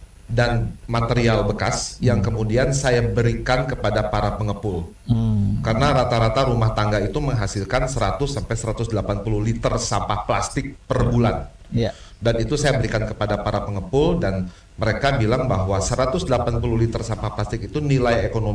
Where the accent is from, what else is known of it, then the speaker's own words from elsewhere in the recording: Bandung, West Java, Indonesia; Karena saya orang Bandung asli, lahir di Bandung, dan saya berharap mati juga di Bandung.